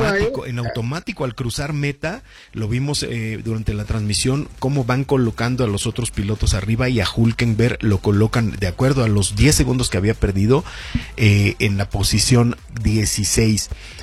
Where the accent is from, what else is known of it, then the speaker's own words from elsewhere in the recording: Mexico; pues como mexicanos debemos apoyar